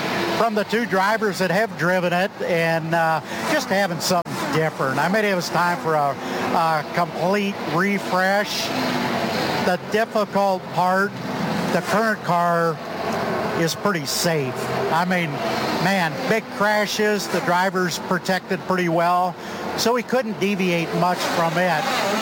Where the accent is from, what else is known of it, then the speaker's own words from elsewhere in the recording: Wisconsin, United States; I'm from Wisconsin. I came here, Milwaukee, as a kid